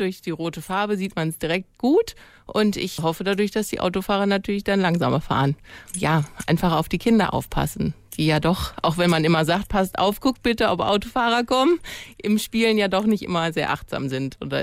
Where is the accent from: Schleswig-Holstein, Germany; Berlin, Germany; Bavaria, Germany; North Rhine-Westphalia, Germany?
North Rhine-Westphalia, Germany; Brockhagen; Ich komme aus Brookhagen. Wir wohnen da in der Riegestraße.